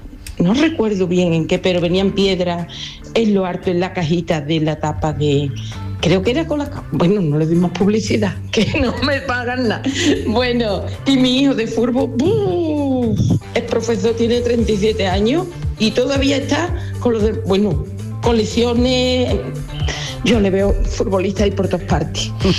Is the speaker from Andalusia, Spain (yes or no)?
yes; Dos Hermanas, Andalusia, Spain